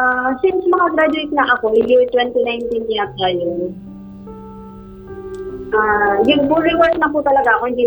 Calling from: Silang, Cavite, Philippines

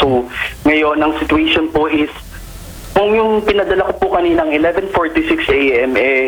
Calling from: Meycauayan, Central Luzon, Philippines; dito sa barangay Bangkal, City of Mikawayan.

